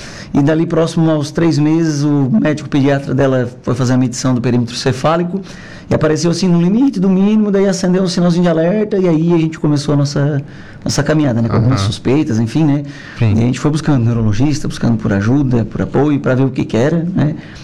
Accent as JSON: {"language": "Portuguese", "town": "Araranguá", "region": "Santa Catarina", "country": "Brazil", "said": "eu sou aqui de Araranguá mesmo, né?"}